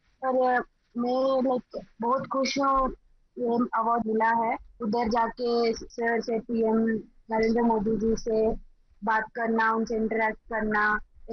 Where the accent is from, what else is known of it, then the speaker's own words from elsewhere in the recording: Andhra Pradesh, India; मैं आंध्र प्रदेश से हूँ